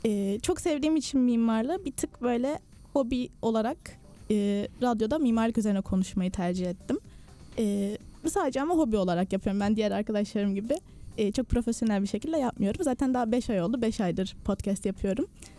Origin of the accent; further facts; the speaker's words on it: Giresun, Turkey; moved away as an adult; now in Istanbul, Turkey; 18 yıldır Giresun'da yaşıyorum ama hiç gitmedim.